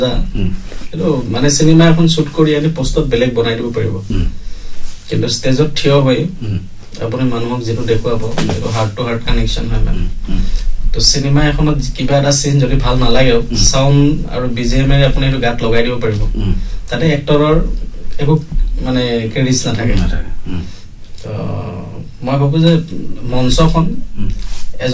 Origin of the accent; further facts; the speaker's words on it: Assam, India; আর আমি অসমীয়া মানুহ মানে ইটো হেতুক সাপোর্ট করা